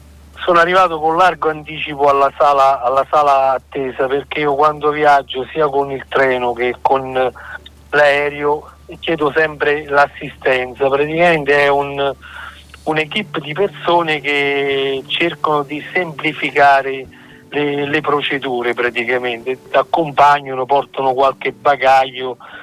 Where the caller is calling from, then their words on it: Sora, Lazio, Italy; io sono partito da Sora, qui in provincia di Frosinone